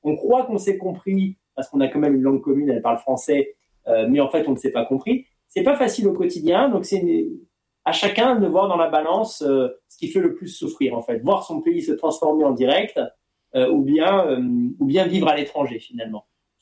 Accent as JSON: {"language": "French", "country": "France", "first_language": "French", "moved": "as an adult", "lives_now": "Romania"}